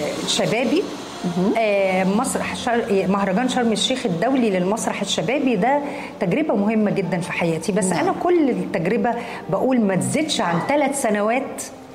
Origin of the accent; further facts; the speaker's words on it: Egypt; إني وشي مصري عربي قوي.